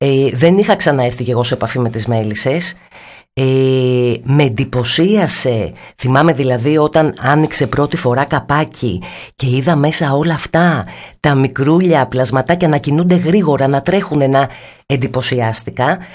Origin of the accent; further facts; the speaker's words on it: Athens, Attica, Greece; μεγάλωσα στην Αθήνα, δεν είχα τέτοιες παραστάσεις.